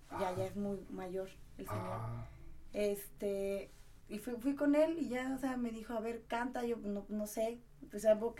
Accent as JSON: {"language": "Spanish", "town": "Charo", "region": "Michoacán", "country": "Mexico", "tie": "born there", "said": "Nací en Charo."}